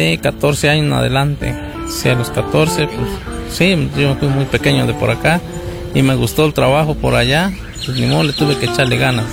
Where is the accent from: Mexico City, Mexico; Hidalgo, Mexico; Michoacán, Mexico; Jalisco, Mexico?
Hidalgo, Mexico; San Bartolo Tutotepec; also born or lived in El Casío; No, nativo ahí del Encinal.